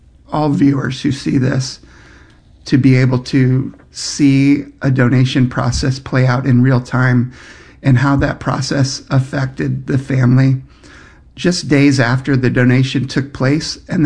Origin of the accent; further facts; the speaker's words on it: St. Louis, Missouri, United States; moved away; I was born in St. Louis and grew up there, really.